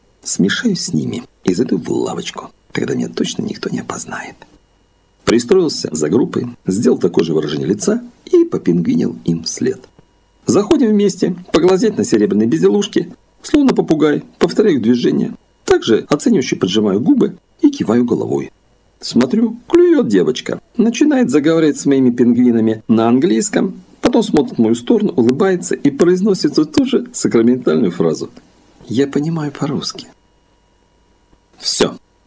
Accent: Russia; У меня что, на лице написано, что я из России?

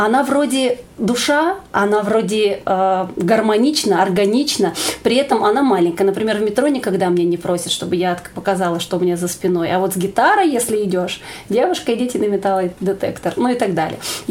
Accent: Siberia, Russia; большая моя любовь – это моя малая родина. Это несмотря на то, что я уже более 15 лет проживаю в центральном регионе, я очень люблю Сибирь.

